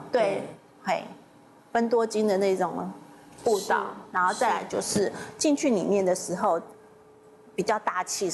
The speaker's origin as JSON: {"language": "Chinese", "country": "Taiwan", "said": "我们台湾人"}